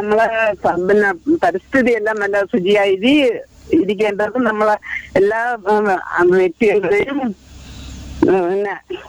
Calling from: Kallar, Kerala, India; ഞാൻ കല്ലാറിൽ നിന്നാ

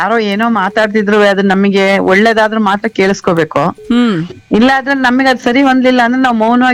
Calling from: Hassan, Karnataka, India

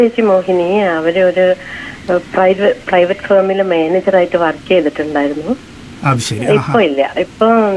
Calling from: Kerala, India; ഇവിടെ പനങ്കാവ്.

